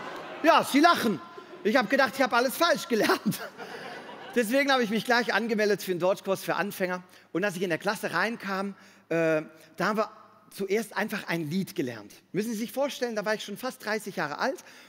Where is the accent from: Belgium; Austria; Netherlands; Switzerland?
Belgium; German is a second language; moved away as an adult; now in Germany; ich komme aus Belgien